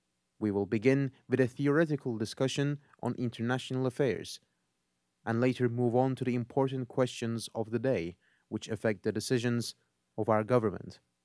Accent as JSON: {"language": "English", "country": "United States"}